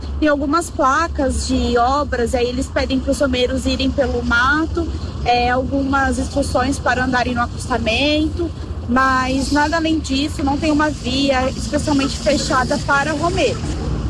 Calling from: Guarulhos, São Paulo, Brazil

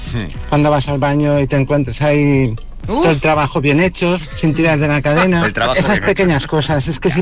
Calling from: Mallorca, Balearic Islands, Spain; de Mallorca.

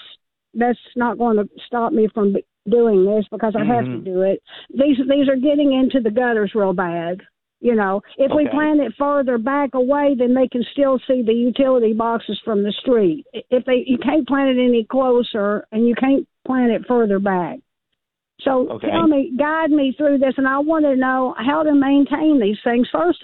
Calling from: Mount Sterling, Kentucky, United States; I'm calling from Mount Sterling, Kentucky, with a question about replacing some arborvitae.

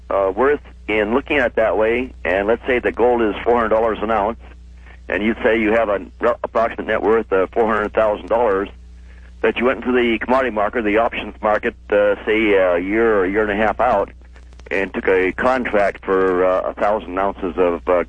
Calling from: Vancouver, Washington, United States; I'm calling from Vancouver, Washington.

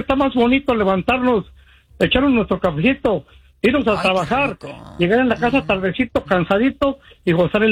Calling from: Tulsa, Oklahoma, United States; Muy buenos días … de Tulsa, Oklahoma.

